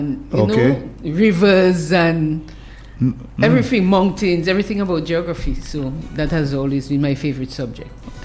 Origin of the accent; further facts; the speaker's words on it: Marigot, Saint Andrew Parish, Dominica; also born or lived in Roseau; I was born in Marigot, raised there, stayed there up to primary school.